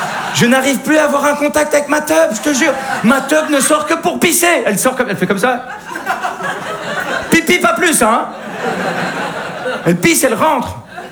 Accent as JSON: {"language": "French", "country": "Belgium"}